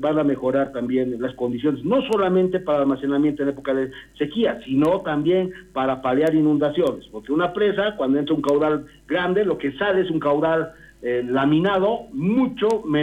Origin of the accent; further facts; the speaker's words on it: Toledo, Oruro, Bolivia; yo también vengo del sector de Toledo